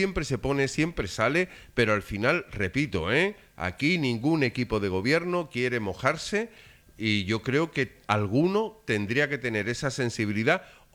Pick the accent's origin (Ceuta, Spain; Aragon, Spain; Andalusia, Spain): Andalusia, Spain; San Fernando; a nosotros se nos conocen como isleños.